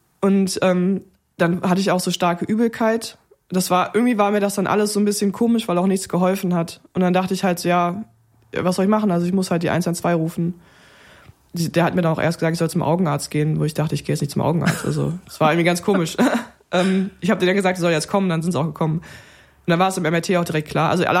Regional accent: Cologne, North Rhine-Westphalia, Germany; es ist, wie es ist, als Kölsche Mädel

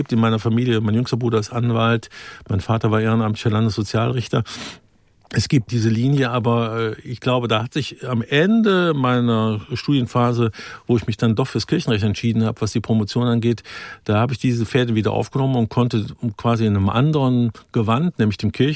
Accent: Cologne, North Rhine-Westphalia, Germany; Ja, meine ersten 21 Lebensjahre in Köln groß geworden, ja.

